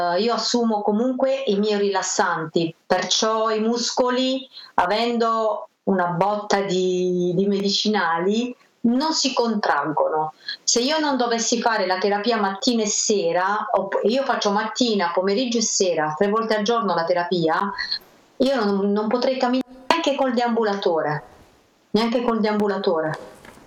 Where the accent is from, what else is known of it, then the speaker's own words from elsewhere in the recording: Apulia, Italy; sempre da sola perché giustamente essendo pugliese io mi devo spostare, fare i viaggi della speranza, come diciamo noi.